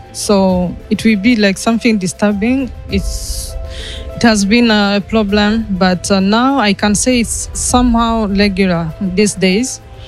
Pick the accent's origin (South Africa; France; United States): France; I'm coming from France.